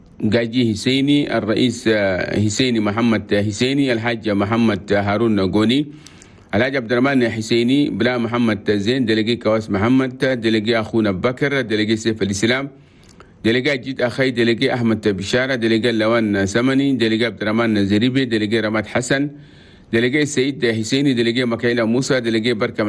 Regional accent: Chad

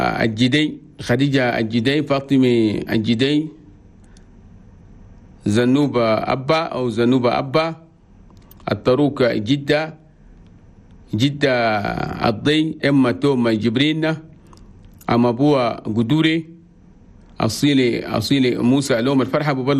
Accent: Chad; الله يجيب العافية والسلام والاستقرار في بلدنا تشاد

